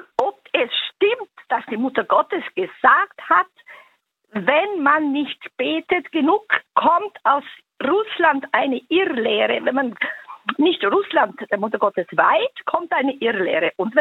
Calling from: Innsbruck, Tyrol, Austria; Aus Innsbruck, aus Innsbruck.

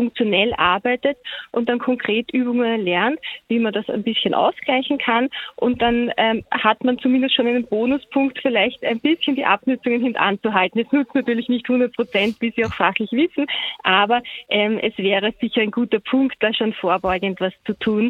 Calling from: Mödling, Lower Austria, Austria; ich bin aus Mödling in Niederösterreich.

